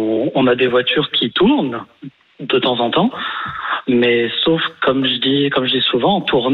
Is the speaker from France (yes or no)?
yes; Chambéry, Auvergne-Rhône-Alpes, France; moi j'habite à Chambéry depuis toujours